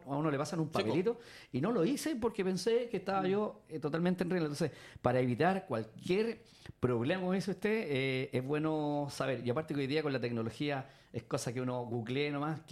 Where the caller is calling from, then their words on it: Santiago, Santiago Metropolitan Region, Chile; solamente soy un turista de Santiago que vengo a recorrer mi país